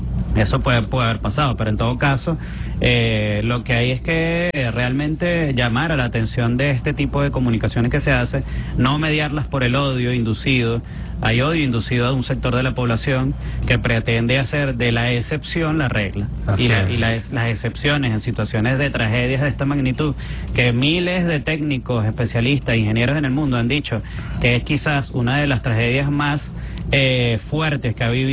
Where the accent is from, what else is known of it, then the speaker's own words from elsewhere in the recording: Venezuela; yo tengo que usar la lógica como venezolana